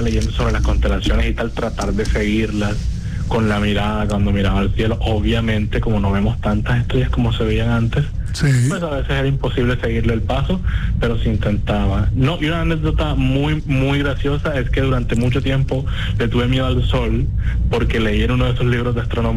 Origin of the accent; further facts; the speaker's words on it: Cartagena, Bolívar, Colombia; Luego nos mudamos para el barrio de Los Alpes, allá sí, viví casi toda mi infancia y parte de mi adolescencia.